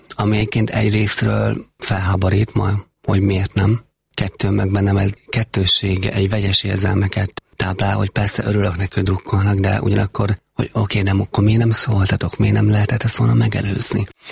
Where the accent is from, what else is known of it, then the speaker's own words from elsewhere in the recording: Heves, Hungary; Én Heves megyében nőttem föl.